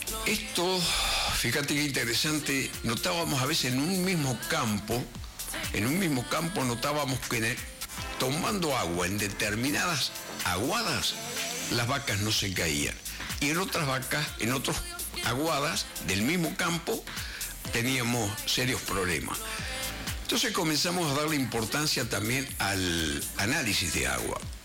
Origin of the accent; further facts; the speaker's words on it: Ingeniero Luiggi, La Pampa, Argentina; born there; Yo nací en Ingeniero Luigi, en el norte de la provincia de La Pampa.